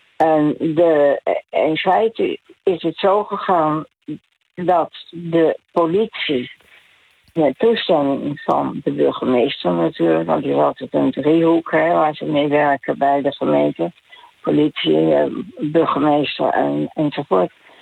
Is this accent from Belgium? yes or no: no; The Hague, South Holland, Netherlands; born there; moved away as an adult; also born or lived in Amsterdam; Ik ben bijna 88. Ik ben ingetrouwd. Ik kom daar eigenlijk uit Den Haag. Scheveningen geëvacueerd naar Den Haag.